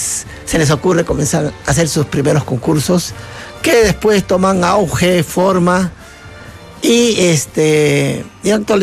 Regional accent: Peru

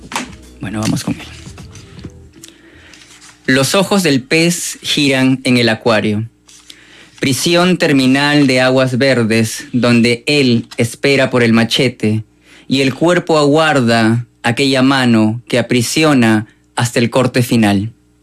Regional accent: Peru; Yo no soy chino. Soy peruano, nunca voy a ser chino. Soy tusán, ¿no?

